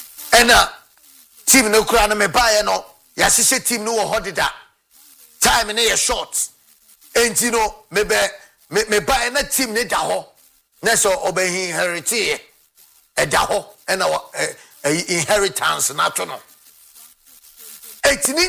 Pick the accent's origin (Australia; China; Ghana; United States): Ghana